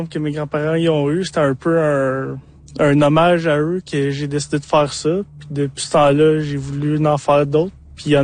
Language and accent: French; Gatineau, Quebec, Canada; moi, quand j'étais jeune, je vivais à Gatineau, puis les montgolfières, ils étaient ça à la ferme de nos mes grands-parents.